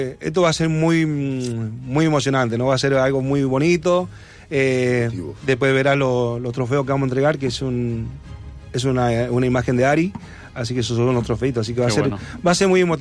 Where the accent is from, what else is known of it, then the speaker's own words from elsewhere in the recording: Mendoza, Argentina; now in Denia, Spain; Mi pueblo es Mendoza y muy pegado al pueblo se llama San Juan.